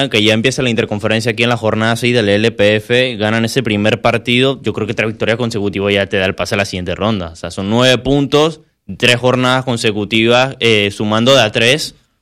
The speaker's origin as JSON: {"language": "Spanish", "town": "Chame", "region": "Panamá Oeste", "country": "Panama", "said": "Está por mi tierra. La tierra del Chicheme, tierra."}